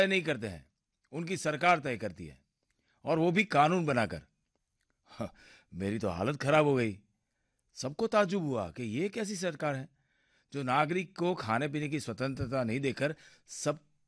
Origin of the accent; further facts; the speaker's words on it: Gujarat, India; अरे मैं तो शराब पीता ही नहीं, तुम्हें मालूम तो है मैं गुजरात से हूं।